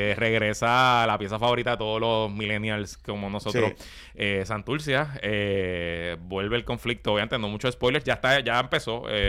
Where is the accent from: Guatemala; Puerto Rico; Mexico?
Puerto Rico; Guaynabo; Nacido y criado en el reino de Guaynabelot. Yo vivo en el pueblo de Guaynabelot.